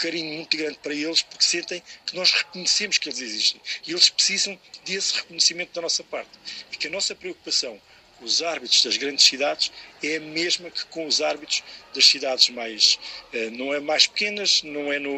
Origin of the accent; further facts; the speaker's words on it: Castelo Branco, Centro, Portugal; Eu sou do interior, eu sou de Castelo Branco